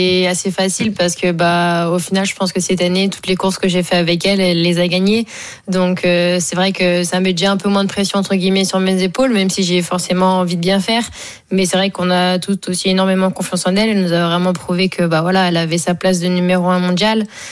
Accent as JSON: {"language": "French", "country": "France", "said": "Et c'est sûr qu'en tant que Française, je pense que c'est aussi la plus prestigieuse."}